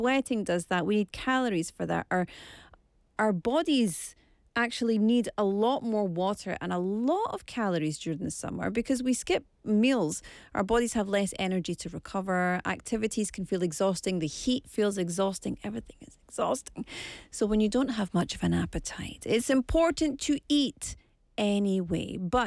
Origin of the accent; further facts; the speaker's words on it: Scotland, United Kingdom; now in South Korea; as a non-Korean person, as a Scottish person